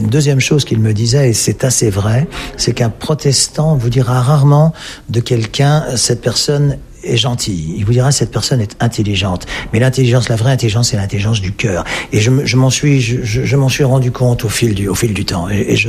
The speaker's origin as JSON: {"language": "French", "country": "France", "tie": "born there"}